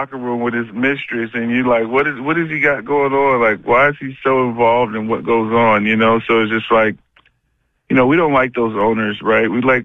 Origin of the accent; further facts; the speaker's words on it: Boston, Massachusetts, United States; I'm a Boston fan. I'm from Boston. I'm from Dorchester. I'm from Mattapan.